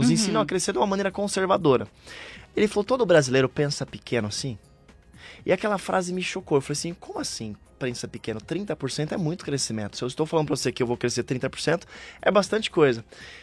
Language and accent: Portuguese; Brazil; sou do Brasil